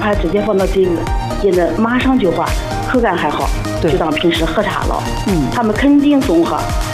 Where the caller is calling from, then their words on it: Anhui, China; 我是安徽的。